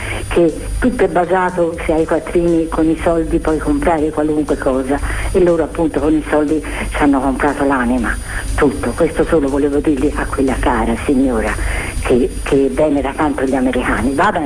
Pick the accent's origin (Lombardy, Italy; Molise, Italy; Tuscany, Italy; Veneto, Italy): Tuscany, Italy; Florence; sono di Firenze.